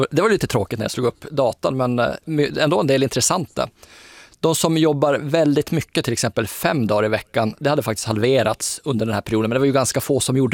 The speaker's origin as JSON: {"language": "Swedish", "town": "Luleå", "region": "Norrbotten County", "country": "Sweden", "said": "om man tar det till exempel i Luleå där jag kommer ifrån"}